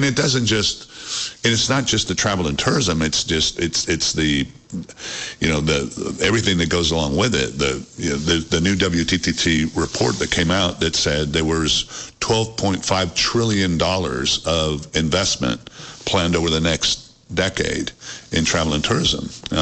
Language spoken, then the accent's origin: English; Fort Worth, Texas, United States; So, you know, my hometown is Fort Worth. Even little old Fort Worth